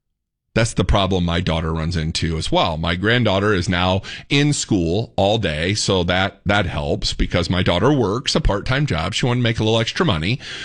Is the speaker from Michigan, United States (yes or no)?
no; Indiana, United States; moved away as an adult; now in Texas, United States; the wife and I moved down here to Texas from Indiana. Y'all know I'm a Yankee, proud Hoosier.